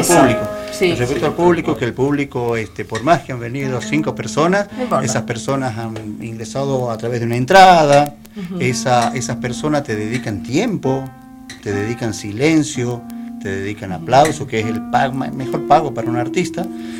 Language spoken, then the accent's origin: Spanish; Santiago del Estero, Argentina; moved away as an adult; now in Río Gallegos, Argentina; Yo hace 10 años que vivo aquí en Río Gallegos, soy de Santiago del Estero